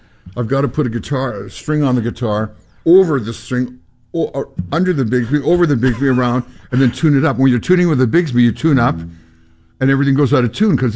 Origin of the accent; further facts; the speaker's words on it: Winnipeg, Manitoba, Canada; I'm from Winnipeg.